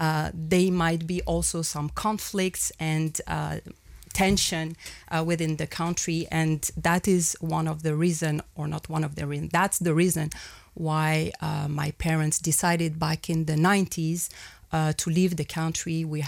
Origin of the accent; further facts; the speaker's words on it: Mauritania; also born or lived in Paris; now in Luxembourg; And before living in Paris, I grew up in Mauritania.